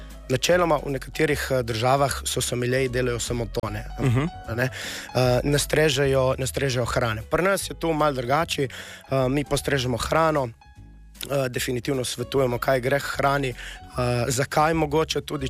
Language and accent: Slovenian; Gorica, Gorizia, Slovenia; now in Vipava Valley, Slovenia; Ser sem domačin Goričan, preseljen v Vipavsko dolino.